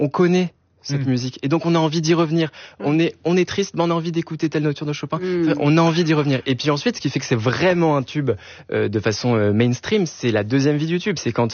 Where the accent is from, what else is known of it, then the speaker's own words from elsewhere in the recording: Lille, Hauts-de-France, France; moi, je viens de Lille